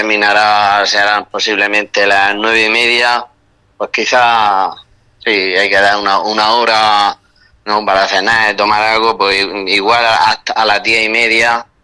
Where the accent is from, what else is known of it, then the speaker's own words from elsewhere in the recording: Spain; los que somos del barrio del Alto Aledo